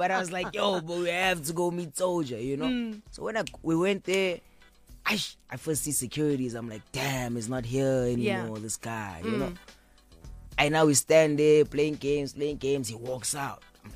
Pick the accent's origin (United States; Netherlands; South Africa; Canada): South Africa; I'm from South Africa.